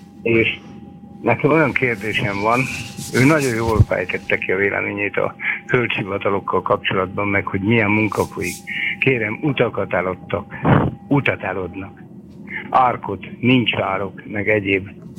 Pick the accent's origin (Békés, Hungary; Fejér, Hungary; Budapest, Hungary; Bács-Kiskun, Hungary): Fejér, Hungary; born there; moved away; elmondom én a település nevét is, Mátyásgomb, 33 évig szolgáltam, ott születtem, 1952-ben első anyakönyvezet vagyok.